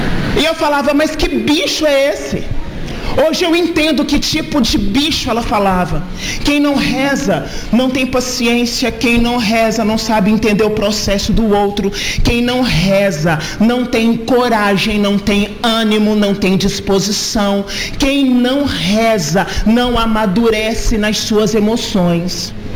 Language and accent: Portuguese; Belo Horizonte, Minas Gerais, Brazil; Sou da cidade de Belo Horizonte